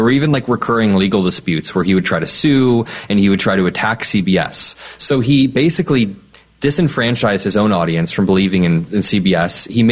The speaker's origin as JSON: {"language": "English", "region": "Indiana", "country": "United States", "tie": "born or raised there", "said": "You know, I grew up in Indiana, and I would drive over to Iowa and go to these rallies"}